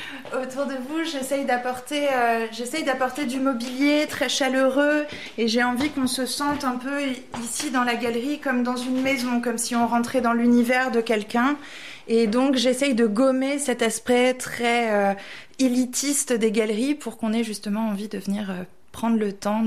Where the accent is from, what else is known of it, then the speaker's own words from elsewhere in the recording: Pont-Aven, Brittany, France; born there; moved away; Je suis née en Bretagne. J'ai toujours nourri l'idée et l'envie de revenir vivre en Bretagne. Et c'est aujourd'hui chose faite. J'ai ouvert la galerie il y a 5 ans. Et je me suis à nouveau installée ici, sur la place Julia à Pont-Aven